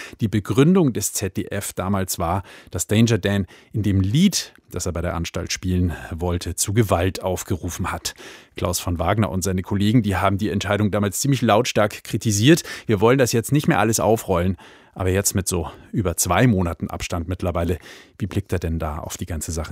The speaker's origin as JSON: {"language": "German", "region": "Bavaria", "country": "Germany", "said": "weil er aus dem Landkreis Miesbach kommt, das ist auch meine Heimat"}